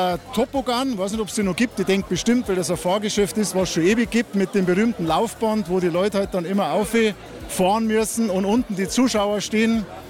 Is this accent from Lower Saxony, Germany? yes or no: no; Bavaria, Germany; Bei uns in Oberbayern sind es die Autoscooter.